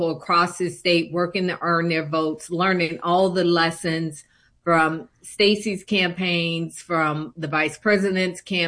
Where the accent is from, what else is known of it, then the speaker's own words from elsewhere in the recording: Atlanta, Georgia, United States; I'm born and raised in Atlanta